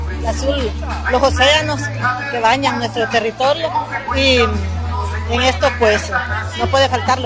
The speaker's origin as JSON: {"language": "Spanish", "country": "Honduras", "said": "nuestra identidad como hondureños, ¿verdad? Y eso es, representamos Honduras."}